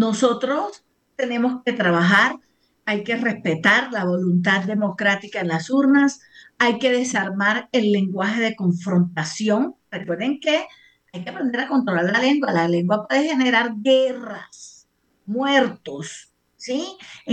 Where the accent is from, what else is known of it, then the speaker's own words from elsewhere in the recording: Colombia; nosotros los colombianos, independientes si somos costeños, cachacos, del norte